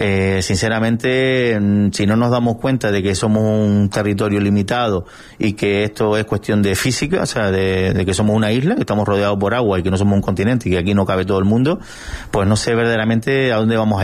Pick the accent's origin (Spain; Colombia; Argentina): Spain; Playa Blanca, Canary Islands; como conejero, como además soy de Playa Blanca, mi familia es de Playa Blanca